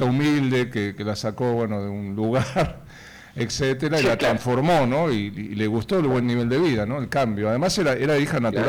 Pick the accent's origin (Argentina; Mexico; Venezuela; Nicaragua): Argentina; no somos así los argentinos